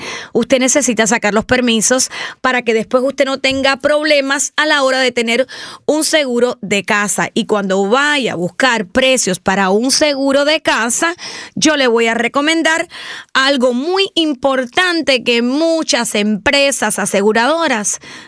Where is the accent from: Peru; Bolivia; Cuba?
Cuba; Yo me crié en Cubita la Bella, que bueno, que ahora la verdad que no está tan bella